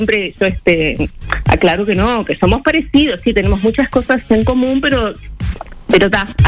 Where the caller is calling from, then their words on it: Uruguay; no soy argentino